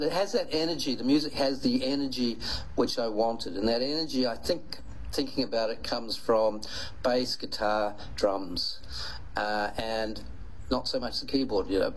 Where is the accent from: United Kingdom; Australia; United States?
Australia; I'm based in, I'm an Australian writer